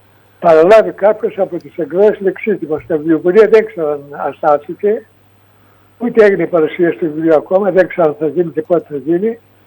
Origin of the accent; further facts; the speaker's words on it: Serres, Central Macedonia, Greece; Τα Σέρας είναι η πατρίδα μου, τα Σέρας είναι η πόλη μου